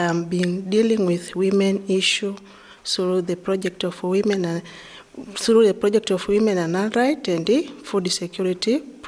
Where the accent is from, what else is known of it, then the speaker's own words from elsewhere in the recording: Arusha, Tanzania; as now I'm a Maasai from Tanzania, Arusha, but I've been working in Biharamulo.